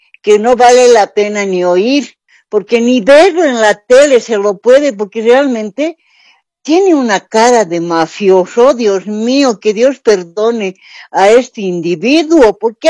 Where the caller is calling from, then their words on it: La Paz, Bolivia; le estoy llamando de la ciudad de La Paz.